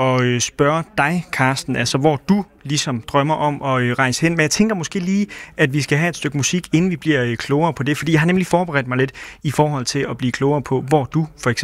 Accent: Finland; moved away; Det minder lidt om Finland, der hvor jeg er fra

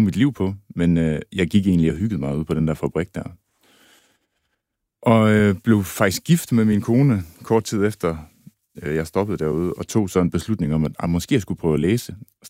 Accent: Aalborg, North Denmark Region, Denmark; jeg er 39 år gammel nu. Født og opvokset og stadig aalborgenser. Født ind i en helt klassisk parcelhusfamilie i en parcelhusjungle. 10 minutters kørsel uden for Aalborg, hvor jeg er vokset op med min storebror

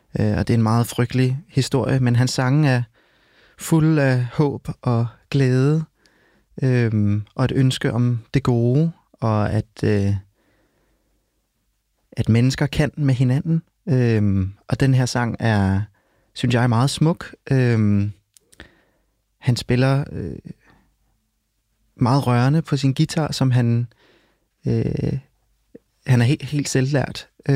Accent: Copenhagen, Capital Region of Denmark, Denmark; Jeg har en chilensk mor og en dansk far. Jeg er opvokset på Islands Brygge, så ikke så langt fra, hvor vi sidder lige nu.

